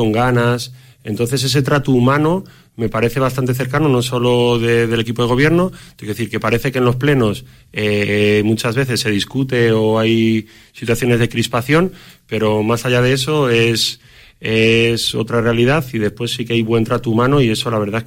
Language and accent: Spanish; Medina del Campo, Castile and León, Spain; Yo soy de Medina, de toda la vida